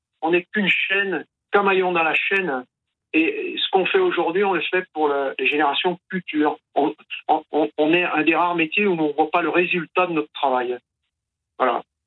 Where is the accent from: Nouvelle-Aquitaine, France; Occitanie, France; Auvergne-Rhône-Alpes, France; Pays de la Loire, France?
Auvergne-Rhône-Alpes, France; Le Puy-en-Velay; Moi, je suis du Puy-en-Velay, en Haute-Loire